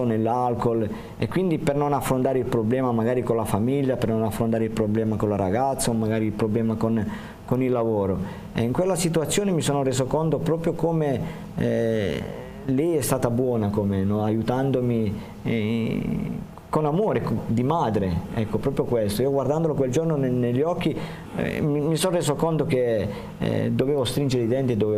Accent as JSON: {"language": "Italian", "region": "Calabria", "country": "Italy", "tie": "born or raised there", "moved": "yes", "lives_now": "Loreto, Italy", "said": "io sono originario della Calabria, sono provincia di Cosenza."}